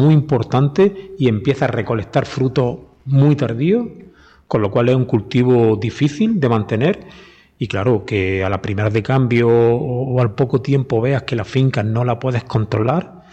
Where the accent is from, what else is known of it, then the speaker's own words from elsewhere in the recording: Adra, Andalusia, Spain; por mi pueblo, yo soy de Adra